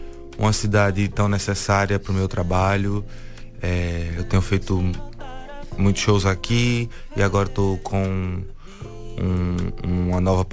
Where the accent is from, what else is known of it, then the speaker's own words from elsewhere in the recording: Maceió, Alagoas, Brazil; mas também levar a música e os recursos do mundo para Maceió também. Levar o meu conhecimento para a minha terra.